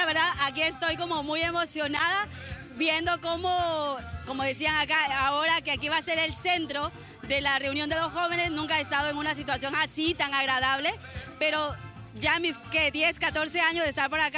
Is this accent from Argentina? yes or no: no; Guatemala; now in El Progreso, Yoro, Honduras; Soy de Guatemala